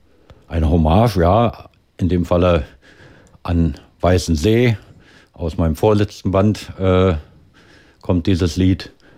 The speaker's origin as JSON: {"language": "German", "region": "Berlin", "country": "Germany", "tie": "born there", "also_born_or_lived": "Schwerin", "said": "ich bin aus Friedrichshain und wenn man so nimmt, aus Hohenschönhausen. Habe dann aber meine Kindheit in Schwerin verbracht, bin dann wieder nach Berlin gekommen. Weißensee ist sozusagen immer das Gebiet gewesen, also der Stadtbezirk, ne?"}